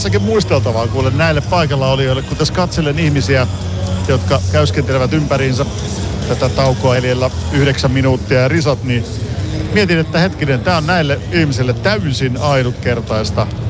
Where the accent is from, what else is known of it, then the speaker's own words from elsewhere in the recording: Pori, Satakunta, Finland; kotiseudultani Porista